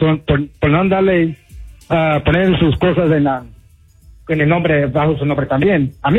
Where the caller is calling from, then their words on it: Austin, Texas, United States; Y yo soy de aquí, de Austin.